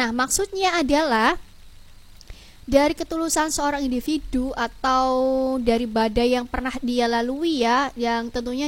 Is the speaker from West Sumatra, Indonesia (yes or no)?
no; Lamongan, East Java, Indonesia; kita ya, warga Lamongan